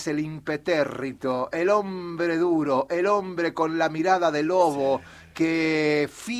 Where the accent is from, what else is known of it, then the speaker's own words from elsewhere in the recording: Argentina; Así somos los argentinos